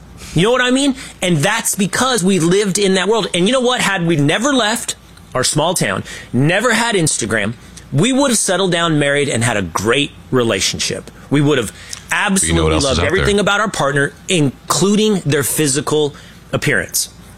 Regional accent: Sherman, Texas, United States; born or raised there

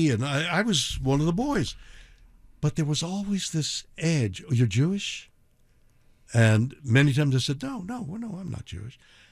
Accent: Montreal, Quebec, Canada; born there; Well, I was born in Montreal, French Canada, and there it's a very Catholic, it was in those years, very enclosed.

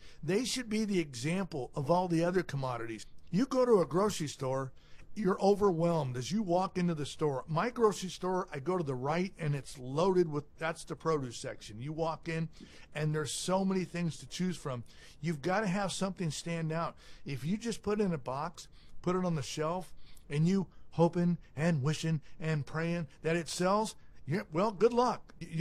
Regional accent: Italy; I'm a little jealous of Michael because he's in Italy right now, my home country, and walnuts are on fire.

